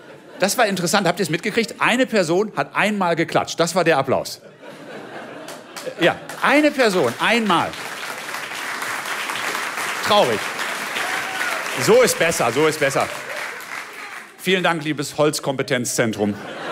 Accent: Haltern am See, North Rhine-Westphalia, Germany; Ich komme selbst aus einer kleinen Stadt, deswegen gefällt es mir hier gut. Ich fühle mich zu Hause hier. Ich komme aus Haltern am See

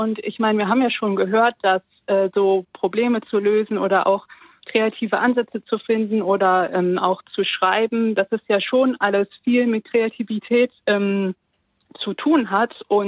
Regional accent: Wuppertal, North Rhine-Westphalia, Germany; Ich muss ja aber korrigieren, ich komme zwar aus Wuppertal, aber ich bin aktuell in Rom tatsächlich.

